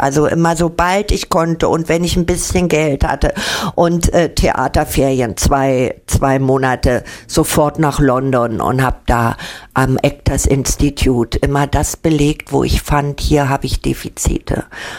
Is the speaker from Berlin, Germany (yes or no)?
yes; Berlin, Germany; und dann noch als Berlinerin.